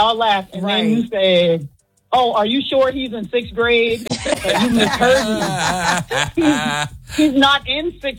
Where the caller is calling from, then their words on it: Goose Creek, South Carolina, United States; accent: Geechee; calling from Goose Creek.